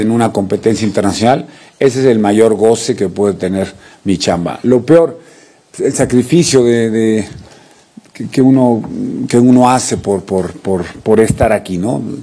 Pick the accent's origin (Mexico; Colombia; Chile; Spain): Mexico; para mí como mexicano